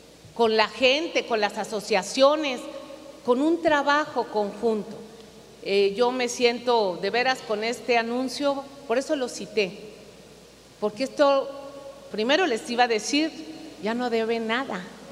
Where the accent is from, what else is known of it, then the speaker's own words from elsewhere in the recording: Veracruz, Mexico; Y hoy Veracruz nuevamente vuelve a ser punta de lanza, porque así somos los veracruzanos.